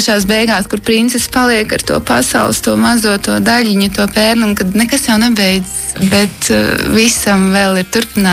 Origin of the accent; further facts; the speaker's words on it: Talsi, Talsi Municipality, Latvia; no Talsiem, no Ku